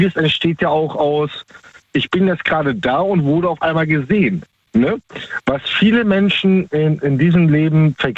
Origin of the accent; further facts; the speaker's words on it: Baltic coast, Germany; Ich bin ursprünglich aus der Ostsee, da oben die Ecke, ne? Arbeite aktuell in Baden-Württemberg.